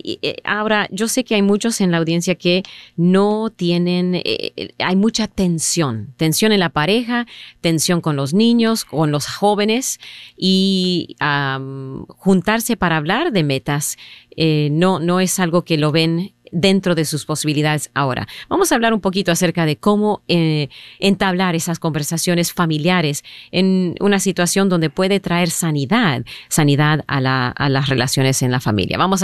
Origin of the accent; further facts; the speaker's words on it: Texas, United States; born there; Yo nací aquí en Texas